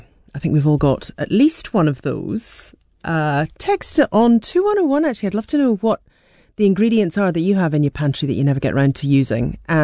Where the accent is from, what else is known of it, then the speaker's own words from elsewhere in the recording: Scotland, United Kingdom; even though I grew up in Scotland.